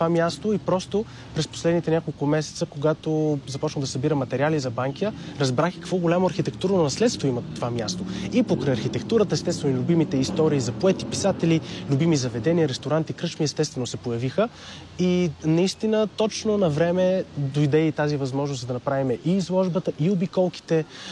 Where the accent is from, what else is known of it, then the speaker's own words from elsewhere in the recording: Sofia, Sofia City, Bulgaria; аз съм от Люлин